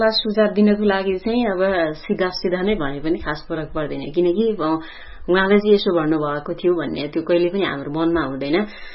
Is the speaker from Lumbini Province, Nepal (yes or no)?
no; Sindhuli, Bagmati, Nepal; म सिन्धुलीकी मान्छे त हो